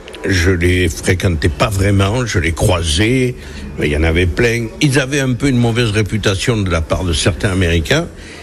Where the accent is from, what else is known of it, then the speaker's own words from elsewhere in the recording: Corsica, France; Un Français là-bas, plutôt un Corse, je rectifie volontairement, un Corse qui roule en Harley